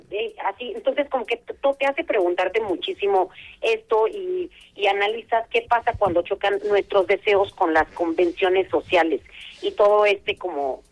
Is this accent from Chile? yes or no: no; Mexico; esta doble moralidad que tenemos como mexicanos y como sociedad